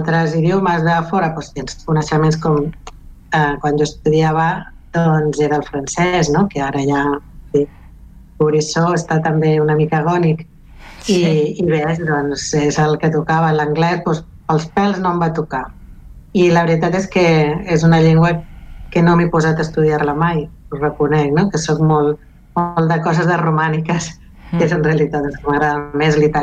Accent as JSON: {"language": "Catalan", "town": "Barcelona", "region": "Catalonia", "country": "Spain", "tie": "born or raised there", "also_born_or_lived": "Mexico / Galicia", "second_language": "Catalan", "moved": "as an adult", "lives_now": "Vilafranca del Penedès, Spain", "said": "després van venir a l'emigració catalana i llavors jo em vaig criar a Catalunya des dels 2 anys i mig que estic a Barcelona, sobretot, vivint, i vull dir que és aquesta barrera d'on ets. Pues jo em considero sempre gallega, però criada a Catalunya, és a dir, catalana"}